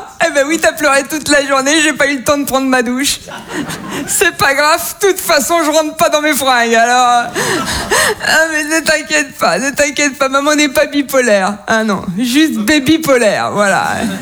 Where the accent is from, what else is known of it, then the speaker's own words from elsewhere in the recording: Toulon, Provence-Alpes-Côte d'Azur, France; born there; je suis née en 1996 à Toulon. Tout le monde voit Toulon, la Côte d'Azur, les gros bateaux, les milliardaires. C'est pas là, c'est juste avant.